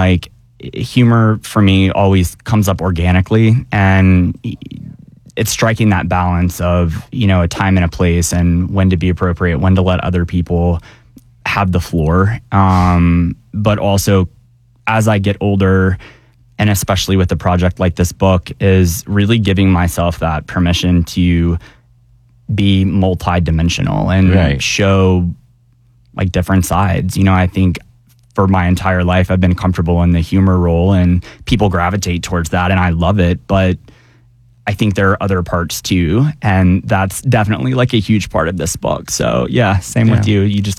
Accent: the South, United States; I grew up gay in the South in the late 90s and early 2000s.

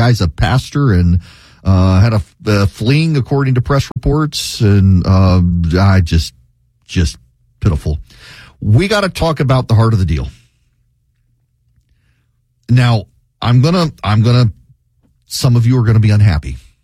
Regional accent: Georgia, United States; If you are in my home state of Georgia and you need to know who to vote for in the Republican primary

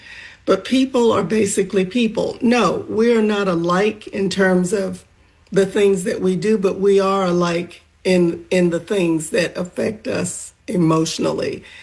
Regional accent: Florida, United States; my own growing up in Northwest Florida

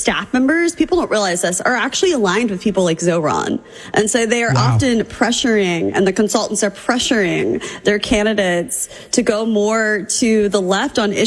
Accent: Missouri, United States; We're both from Missouri.

